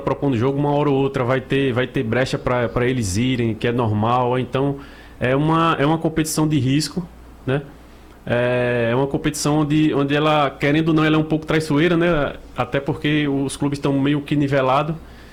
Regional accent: Maceió, Alagoas, Brazil; moved away; Eu, como sou de Maceió

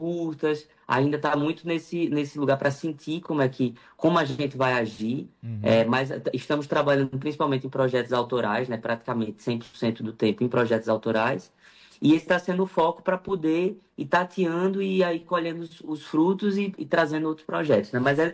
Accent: Caruaru, Pernambuco, Brazil; A gente, como eu venho do interior de Caruaru, hoje moro em Caruaru, estou aqui, inclusive.

